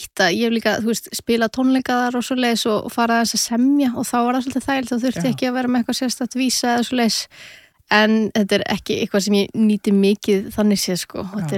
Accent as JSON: {"language": "Icelandic", "town": "Reykjavík", "region": "Capital Region", "country": "Iceland", "tie": "born or raised there", "also_born_or_lived": "United States", "said": "en annars, þú veist, bara ólst ég upp í Hlíðunum og hef verið alla ævi bara í 105 eða 101, sko."}